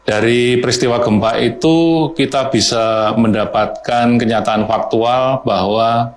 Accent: Special Region of Yogyakarta, Indonesia; kita warga Yogyakarta ini hidup di dalam potensi bencana gempa.

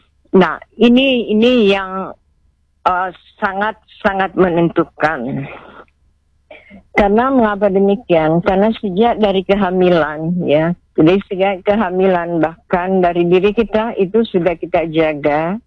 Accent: South Sulawesi, Indonesia; kita ke palsafa hidup kita sebagai orang Bugis, sipaka tahu, sipaka ingat, sipaka lebih, mappatabe.

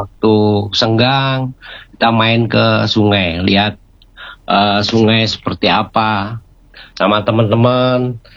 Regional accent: Indonesia; born there; saya lahir di Desa Tlogorojo, dusun Leter.

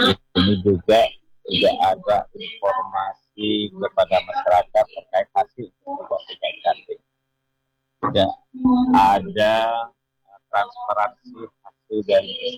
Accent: Madura, East Java, Indonesia; sebagai orang Madura

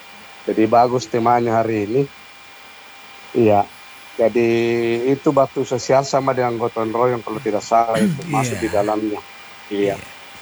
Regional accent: South Sulawesi, Indonesia; Jadi itu tidak benar kalau kita Bugis Makassar itu kau tahu, saya tahu tidak seperti itu. Jadi kalau kita perantau Bugis Makassar

